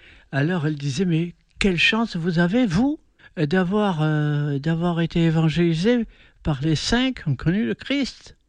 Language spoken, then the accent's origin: French; Provence-Alpes-Côte d'Azur, France; chez nous, en Provence